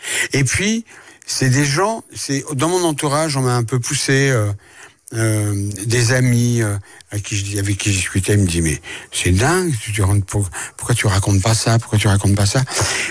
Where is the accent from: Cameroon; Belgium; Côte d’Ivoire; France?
France; born there